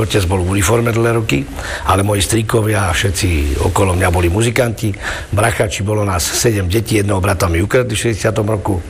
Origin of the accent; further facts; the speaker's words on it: Bratislava, Bratislava Region, Slovakia; Slovenský, romský a tak. Ja som vyrastal v Bratislave a ja som väčšinou mal kamarádov neromov.